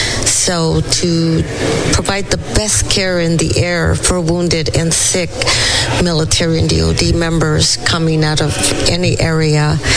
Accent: San Francisco, California, United States; it was during the Vietnam era that as I grew up in San Francisco, I used to see a lot of service members in town in uniform and also in church.

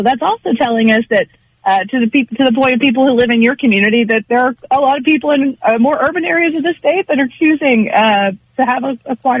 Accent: Abilene, Texas, United States; And then I also like to point out, I'm from Abilene, actually.

